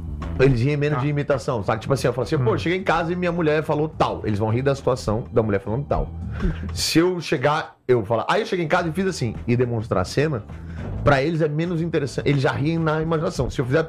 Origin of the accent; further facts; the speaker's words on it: Brazil; Eu sou humorista brasileiro.